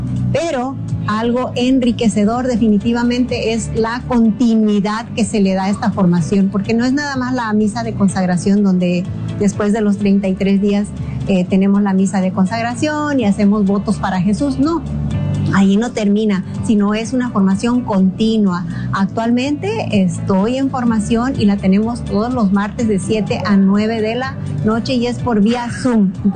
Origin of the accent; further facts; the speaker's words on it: Guerrero, Mexico; now in Moreno Valley, United States; yo soy originaria de Guerrero, México, de la Costa Chica de Guerrero, y actualmente vivo en Moreno Valley